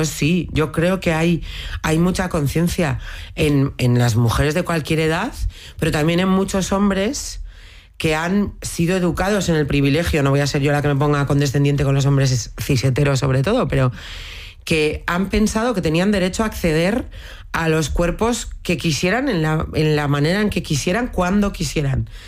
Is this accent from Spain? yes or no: yes; Bilbao, Basque Country, Spain; es que yo soy de Bilbao, el lugar donde está el aeropuerto